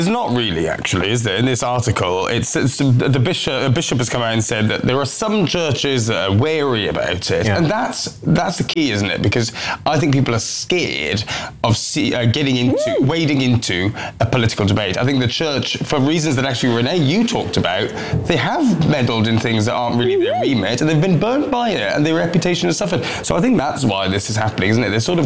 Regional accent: Wales, United Kingdom; I don't identify as much with the English flag as you guys, because I'm Welsh. But I certainly would love to fly the Welsh flag as much as possible.

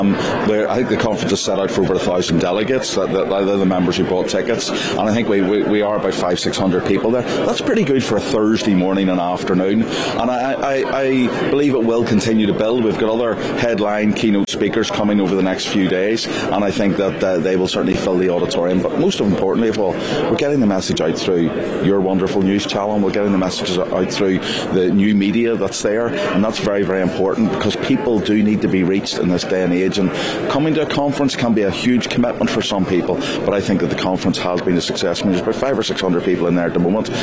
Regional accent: United Kingdom; I'm not ashamed of being a Brit and never will be.

